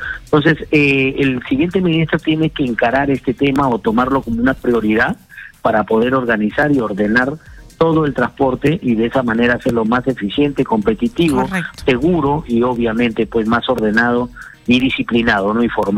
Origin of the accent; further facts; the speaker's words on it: Peru; no solo como transportistas, uh-huh, sino como peruanos